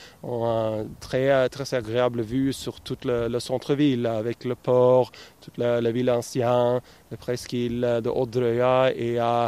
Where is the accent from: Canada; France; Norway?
Norway; Oslo; born there; French is a second language; moved away as an adult; now in Kristiansand, Norway; Je suis né à Oslo, mais j'habite ici depuis 2021. Et oui, c'est un très agréable endroit pour vivre, je trouve.